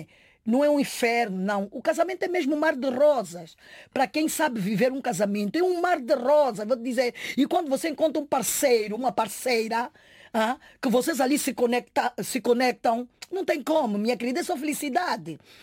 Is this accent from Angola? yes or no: yes; Angola; now in Portugal; Eu quando viesse aqui para Portugal, me diziam, você é de Guiné? Eu dizia, não, eu não sou de Guiné, eu sou de Angola.